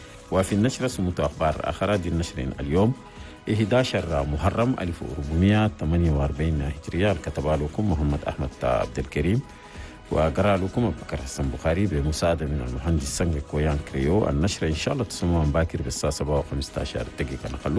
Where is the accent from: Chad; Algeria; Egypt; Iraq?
Chad; إنتاج اللحوم والألبان في بلدنا تشاد